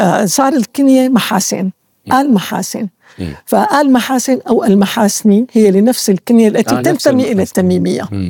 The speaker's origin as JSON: {"language": "Arabic", "country": "Syria", "said": "ومن هون أنا بحس أني أنا أول سورية، كتير بحس بعظمة كبيرة كتير الحقيقة."}